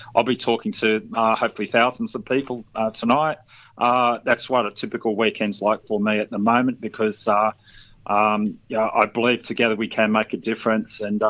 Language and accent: English; Victoria, Australia; moved away; I was brought up in Victoria myself. I was asthmatic as a kid, actually.